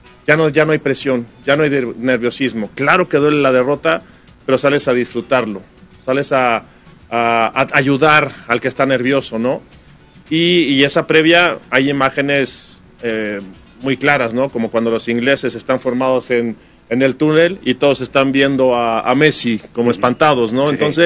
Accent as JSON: {"language": "Spanish", "country": "Mexico", "said": "Yo te digo, como mexicano"}